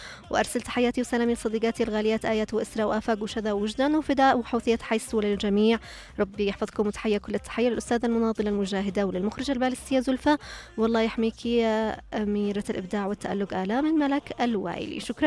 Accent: Yemen; صغار السن عندنا في اليمن أكثر

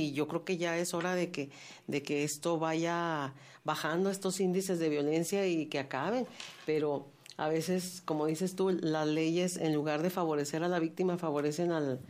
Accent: Mexico; saber qué derechos como mexicanos, ¿verdad?, tenemos para poderlos defender

